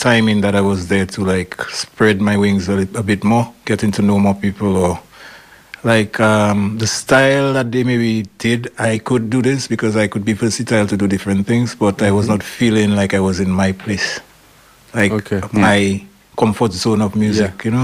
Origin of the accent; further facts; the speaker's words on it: Dominica; Yes, I'm from the small Caribbean island called Dominica. It's located between Guadeloupe and Martinique. It's not Dominican Republic because I realized that I have to explain this a lot while being here.